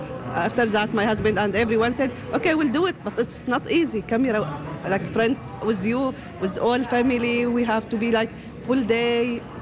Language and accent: English; Homs, Homs Governorate, Syria; English is a second language; now in St. John's, Canada; هلا نحن بنيوفنلاند, St. John's. I am from Syria, from Homs.